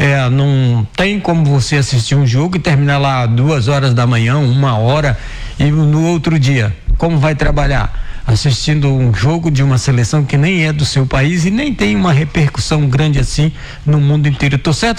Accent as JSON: {"language": "Portuguese", "country": "Brazil", "said": "Eu sou brasileiro"}